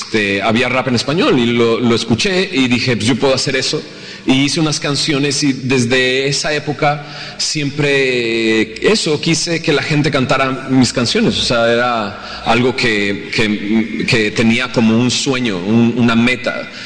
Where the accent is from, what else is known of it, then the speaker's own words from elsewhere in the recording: Monterrey, Nuevo León, Mexico; yo soy de Monterrey